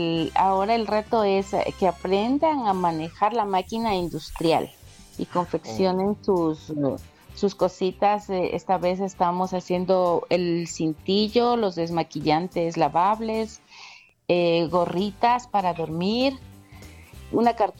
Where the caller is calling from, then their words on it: Tumbaco Valley, Pichincha, Ecuador; Desde el Valle de Tumbaco